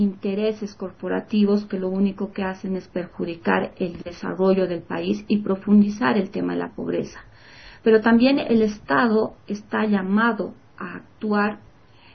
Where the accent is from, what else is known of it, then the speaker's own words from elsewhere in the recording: Bolivia; vivir de manera digna como bolivianos.